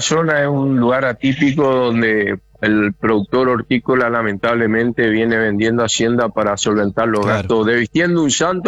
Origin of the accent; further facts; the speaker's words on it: Santa Lucía, Corrientes, Argentina; yo soy de Santa Lucía, o sea, es departamental.